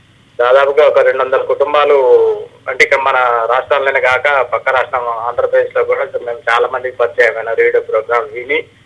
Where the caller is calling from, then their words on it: Kothagudem, Telangana, India; నేను కొత్తగూడెం బర్మకాం నుంచి మాట్లాడుతున్నాను మేడం.